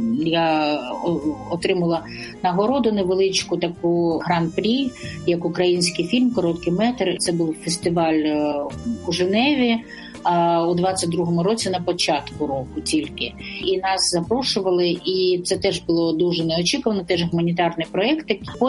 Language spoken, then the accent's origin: Ukrainian; Odesa, Odesa Oblast, Ukraine; born there; я народилась в Одесі.